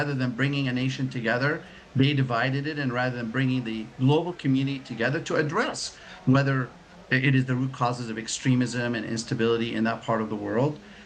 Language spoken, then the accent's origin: English; Syria; now in United States; Look, I'm Syrian-American, and I grew up in Syria